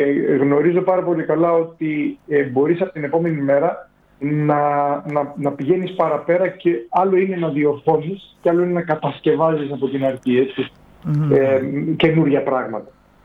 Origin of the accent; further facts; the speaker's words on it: Leipsoi, South Aegean, Greece; Είναι ο τόπος μου, η Λειψή, είναι ο τόπος που γεννήθηκα, μεγάλωσα